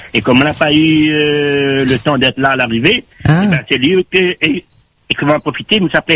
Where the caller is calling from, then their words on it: Saint-Gonnery, Brittany, France; Là, je suis en Bretagne, j'habite à Saint-Gonnery, j'ai ma maison là-bas.